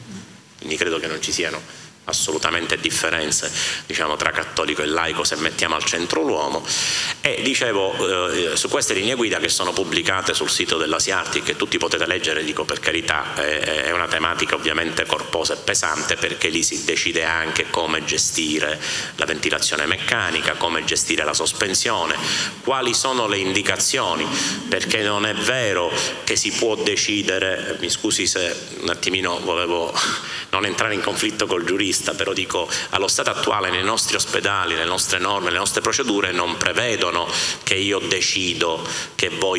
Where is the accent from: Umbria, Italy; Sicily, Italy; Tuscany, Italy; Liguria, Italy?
Sicily, Italy; anch'io sono siciliano e ogni tanto mi devo vergognare di essere siciliano